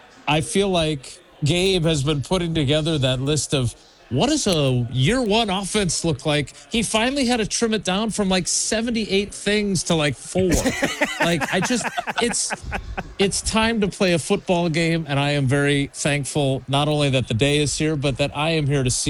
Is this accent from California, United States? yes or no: no; Milwaukee, Wisconsin, United States; I grew up in Milwaukee, you know, the mean south side streets of Milwaukee.